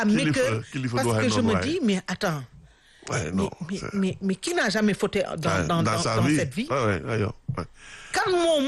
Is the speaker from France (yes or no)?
no; Senegal; parce que je suis Sénégalaise, on n'a pas de son ADN, perte.